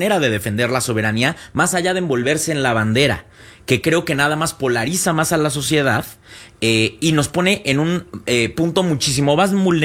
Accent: Mexico

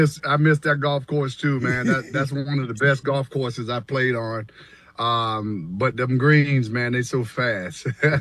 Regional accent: New York, United States; So I can't go out there like I'm rooting for the Yankees in my hometown.

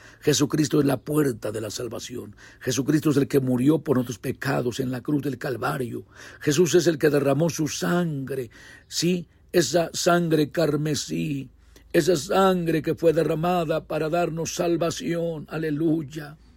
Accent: Mexico; nosotros como mexicanos, como pueblo de Dios de México

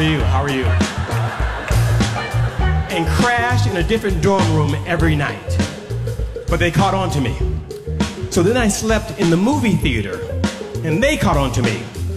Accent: Oakland, California, United States; I grew up on East 14th in Oakland, California.

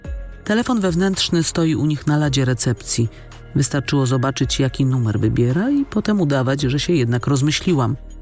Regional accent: Lublin, Lublin Voivodeship, Poland

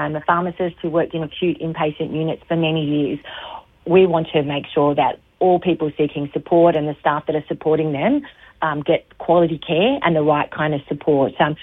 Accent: Central Coast, New South Wales, Australia; I come from the Central Coast in New South Wales

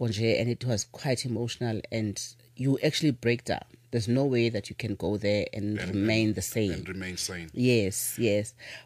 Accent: South Africa; which as a South African, And being in Kruger National Park, how they treated the lions, for me, it just didn't sit well.

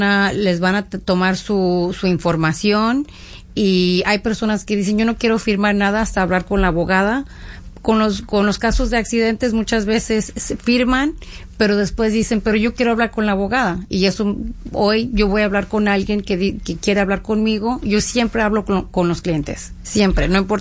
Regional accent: Mexico; el hecho que soy mexicana también es muy cultural cuando hablo con los latinos

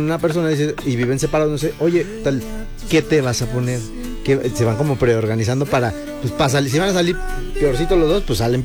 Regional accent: Mexico; No, los colombianos se inspiraron en nosotros, los mexicanos.

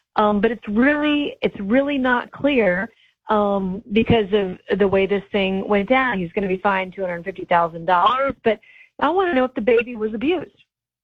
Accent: South Carolina, United States; And my home state of South Carolina has become a pedophile paradise, mostly because of plea deals like this.

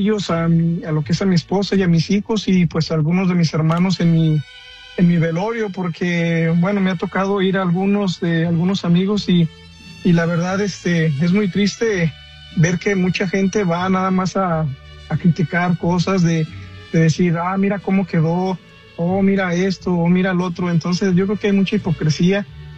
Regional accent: Aguascalientes, Mexico; now in Indiana, United States; Bueno, yo estoy aquí en Indiana. Yo soy de Aguascalientes.

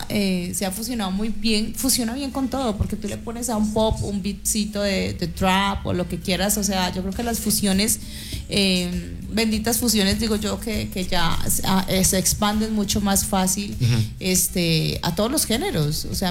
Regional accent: Colombia; viene Feria de Flores en mi país, Colombia, vienen muchas presentaciones

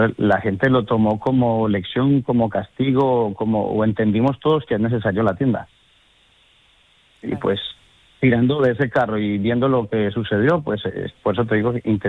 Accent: Colombia; now in Spain; llevo aquí muchos años, yo soy de origen colombiano

